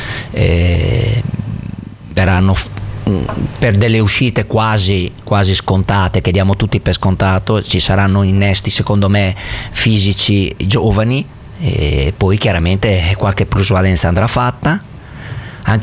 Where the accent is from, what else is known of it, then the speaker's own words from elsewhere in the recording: Bologna, Emilia-Romagna, Italy; perché se c'è una squadra per cui non simpatizzo, per fortuna, da bolognese, è proprio quello.